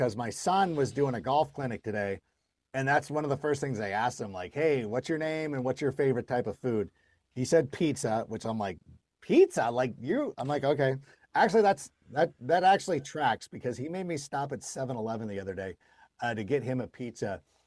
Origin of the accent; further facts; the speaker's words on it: California, United States; Miguel's Jr. is not close. It's from my hometown. Miguel's Jr., Don Ramones, anybody in the Southern California area.